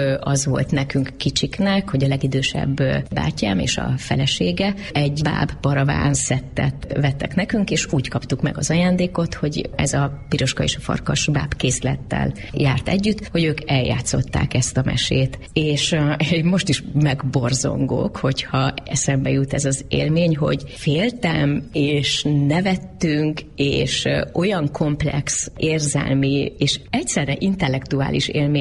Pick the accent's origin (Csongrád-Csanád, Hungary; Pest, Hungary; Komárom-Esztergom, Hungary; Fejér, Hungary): Pest, Hungary; Gödöllő; Gödöllőn nőttem fel, az egy nagyon ritka alkalom volt, amikor amúgy ilyen közel lakván is Budapesthez egy iskolás gyerek, vagy akár egy óvodás korú gyerek eljuthatott színházba.